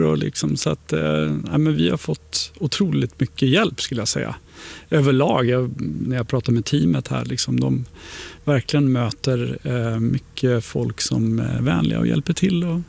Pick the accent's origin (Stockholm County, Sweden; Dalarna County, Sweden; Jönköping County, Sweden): Dalarna County, Sweden; Borlänge; Alltså jag kommer ju från Lyckovägen, nere för Skräddarbacken. Där kommer jag ifrån. Så jag bor ju hemma hos mamma och pappa nu.